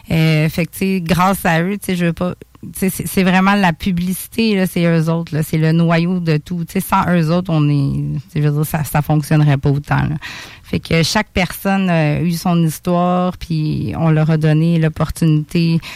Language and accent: French; Quebec City, Quebec, Canada; born there; also born or lived in Montreal; j'ai grandi à Loretteville, une bonne partie de ma jeunesse. Avant ça, j'étais à Montréal. Mais tout mon secondaire, une partie de mon primaire, ben, je l'ai faite à Québec.